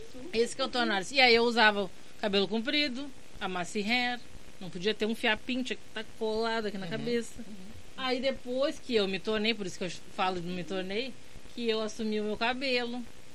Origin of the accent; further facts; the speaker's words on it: São Lourenço, Brazil; E o contexto de onde eu venho, São Lourenço, né? Eu ia nas festas alemãs.